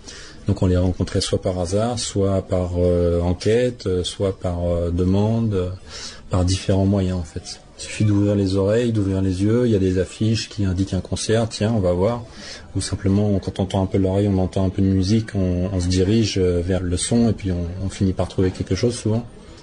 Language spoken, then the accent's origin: French; Île-de-France, France; now in Bayonne, France; je suis originaire de région parisienne, mais j'ai des origines basques et c'est pourquoi je suis venu vivre aussi ici, à Bayonne.